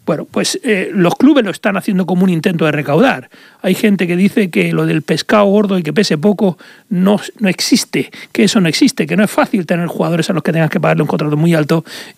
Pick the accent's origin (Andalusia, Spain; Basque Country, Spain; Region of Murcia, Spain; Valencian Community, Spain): Region of Murcia, Spain; Torre Pacheco; por mucho que sea ese día fiesta en mi pueblo, en Torre Pacheco